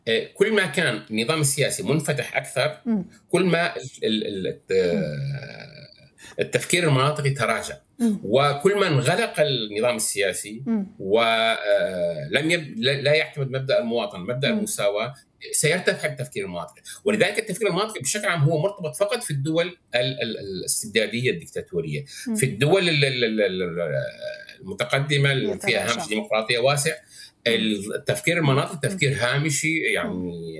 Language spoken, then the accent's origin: Arabic; Syria; ولكن نحن نحتاج كسوريين الى درجة اكبر من الذي حصل يعني